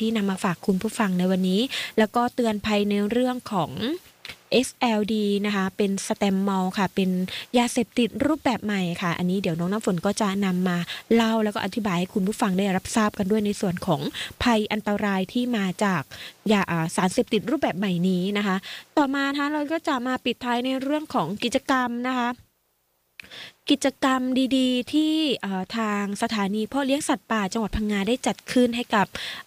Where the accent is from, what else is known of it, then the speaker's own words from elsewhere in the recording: Southern Thailand, Thailand; ก็ถือเป็นความภาคภูมิใจที่เราพี่น้องชาวคนใต้นะคะที่ต่างภาคภูมิใจในสิ่งที่เราได้รับจากชาวโลกนะคะ